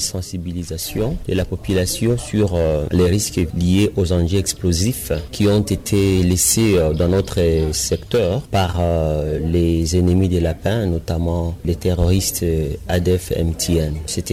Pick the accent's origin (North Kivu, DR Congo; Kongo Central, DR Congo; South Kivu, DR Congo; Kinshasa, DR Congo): North Kivu, DR Congo; Mutwanga; chez nous à Mutwanga